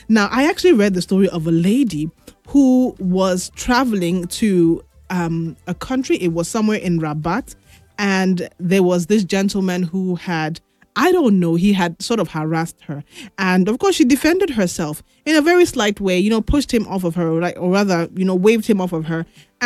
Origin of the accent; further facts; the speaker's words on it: Nigeria; As a Nigerian, if I were you, I would take the embassy and hold them tight if I'm traveling.